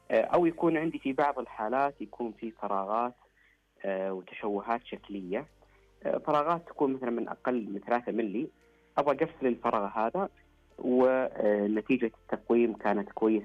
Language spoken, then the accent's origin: Arabic; Saudi Arabia